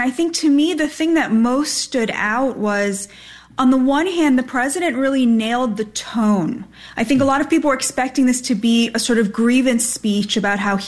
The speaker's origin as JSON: {"language": "English", "country": "United States", "said": "as an American"}